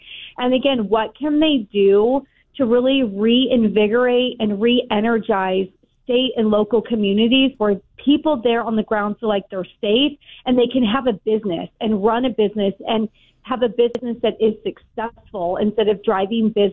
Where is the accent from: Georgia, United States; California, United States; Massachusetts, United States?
California, United States; Central Valley; I'm born and raised in California, so I have been really focused on the gubernatorial race as well as the L.A. mayoral race, even though I'm not from L.A. I'm from more the Central Valley up north.